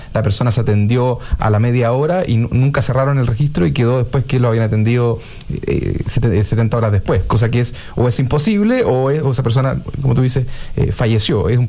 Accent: Biobío, Chile; Y un saludo también a Bio Bio, mi tierra natal

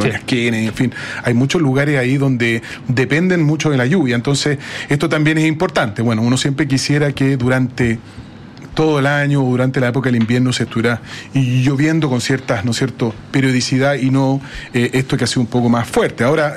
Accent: Chile; somos chilenos

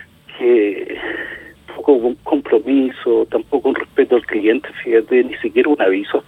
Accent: Tomé, Biobío, Chile; Yo soy de Tomé. Imagínate viajar exclusivamente a buscar algo así.

